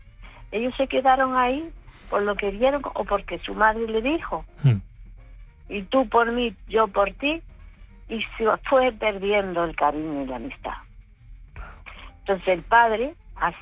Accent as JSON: {"language": "Spanish", "region": "Canary Islands", "country": "Spain", "said": "porque yo soy canaria, de la isla de enfrente."}